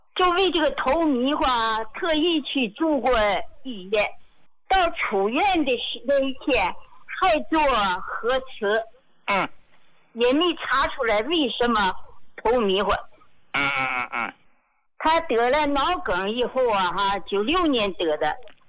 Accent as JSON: {"language": "Chinese", "town": "Dalian", "region": "Liaoning", "country": "China", "said": "那我是大连人。"}